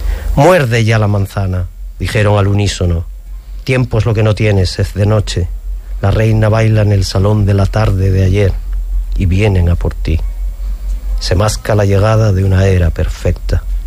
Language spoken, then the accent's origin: Spanish; Asturias, Spain; now in Huelva, Spain; llevo más de 20 años, ya me considero choquero y onubense. De aquí no me sacan. Volveré a Asturias cada poco